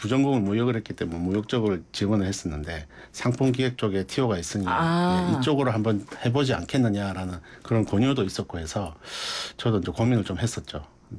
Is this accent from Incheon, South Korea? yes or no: no; Busan, South Korea; accent: regional dialect; moved away as an adult; also born or lived in Seoul; 저는 이제 고향이 부산이라 대학은 서울에서 나왔지만 지방 사투리도 많이 쓰고